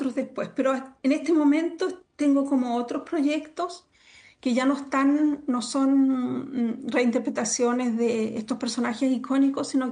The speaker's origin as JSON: {"language": "Spanish", "country": "Chile", "moved": "yes", "said": "yo después de 40 años de vivir fuera de Chile sigo siendo chilena. Y sigo sintiéndome como chilena y sigo yendo muchísimo a Chile"}